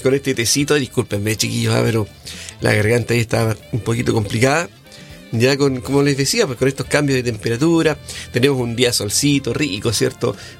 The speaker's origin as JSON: {"language": "Spanish", "town": "Coronel", "region": "Biobío", "country": "Chile", "said": "Así que para quienes somos de Coronel o también de Lota, que es también una comuna minera, ¿verdad?"}